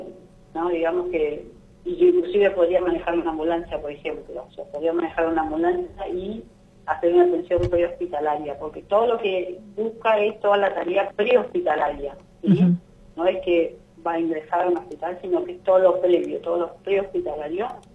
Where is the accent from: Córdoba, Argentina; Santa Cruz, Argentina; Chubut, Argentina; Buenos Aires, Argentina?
Chubut, Argentina; Puerto Madryn; Yo soy de Madrid